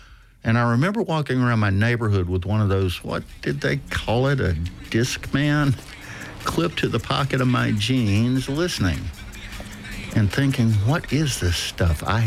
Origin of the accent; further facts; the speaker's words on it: Georgia, United States; born there; my home state's capital city